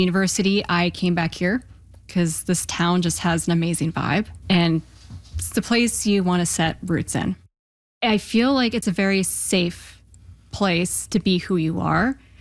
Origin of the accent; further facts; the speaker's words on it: Canmore, Alberta, Canada; now in Cochrane, Canada; I grew up in Canmore, was born and raised there. I moved here when I was almost 12 years old, came to live with my father.